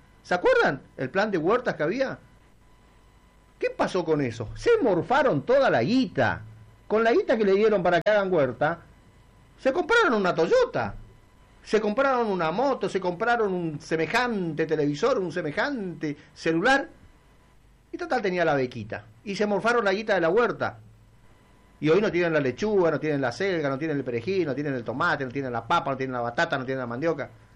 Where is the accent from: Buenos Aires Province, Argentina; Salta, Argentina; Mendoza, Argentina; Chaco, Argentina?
Chaco, Argentina; somos todos chaqueños, hermanos, somos todos chaqueños, los indios, los mestizos y los criollos, somos todos chaqueños.